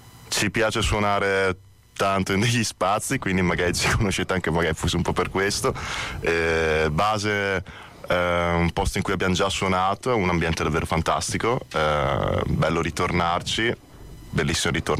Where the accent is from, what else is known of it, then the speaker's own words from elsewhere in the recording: Brescia, Lombardy, Italy; Noi siamo di Brescia, quindi ecco, siamo proprio di questo posto qua, quindi stasera suoniamo in casa.